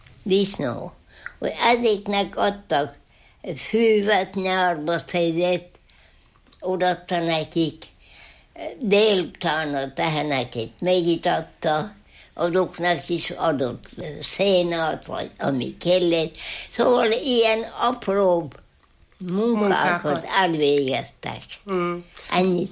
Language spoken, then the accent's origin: Hungarian; Parád, Heves, Hungary; born there; Én itt születtem.